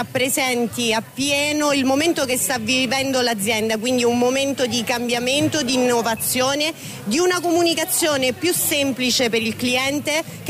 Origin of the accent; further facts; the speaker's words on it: Sicily, Italy; moved away as an adult; questa splendida terra che è anche la mia terra d'origine